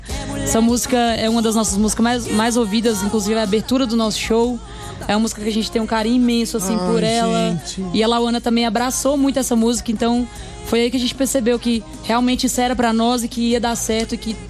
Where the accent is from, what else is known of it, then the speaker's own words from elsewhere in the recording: Itaipé, Minas Gerais, Brazil; born there; Eu nasci em Teoflotone, eu nasci em Itaipé, a Cristiana nasceu em Teoflotone.